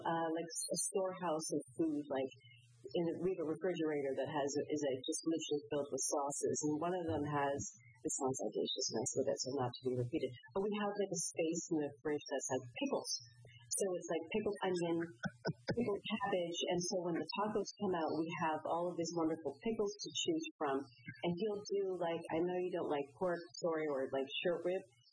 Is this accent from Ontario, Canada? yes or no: yes; Georgetown, Ontario, Canada; now in Bermuda; Born and raised in Georgetown, Ontario, Canada. Yes, you hear Canada.